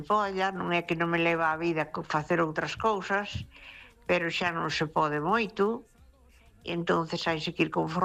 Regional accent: Ferrol, Galicia, Spain

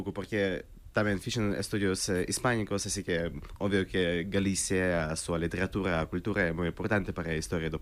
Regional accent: the south, Russia; Galician is a second language; moved away as an adult; now in Spain; Digo que son de Rusia, nací no sur do país, pero logo fixo no meu grado en na Universidade Estatal de São Petersburgo

